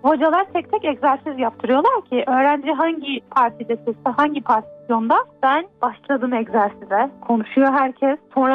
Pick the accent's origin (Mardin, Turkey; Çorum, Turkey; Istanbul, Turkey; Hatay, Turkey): Hatay, Turkey; İskenderun; born there; 17 Şubat 2005 yılında dünyaya geldim. İskenderun doğumluyum.